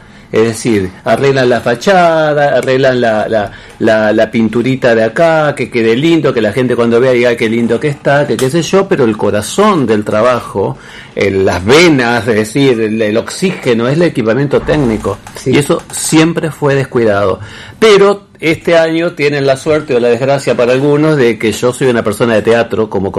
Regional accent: Uruguay; moved away as an adult; now in Santa Fe, Argentina; si bien soy uruguayo, hace muchos años ya que estoy acá en Santa Fe, y soy santafesino por adopción, argentino, ya está, tengo todo, y amo esta ciudad, y desde el 86 estoy bailando en el Teatro Municipal.

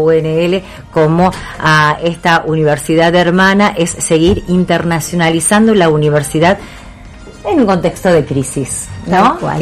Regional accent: Santa Fe, Argentina; Las ganas y el entusiasmo que tenemos como santafesinos y también como miembros de la UNL

